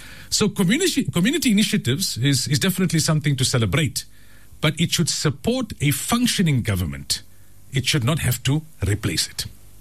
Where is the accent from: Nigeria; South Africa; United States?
South Africa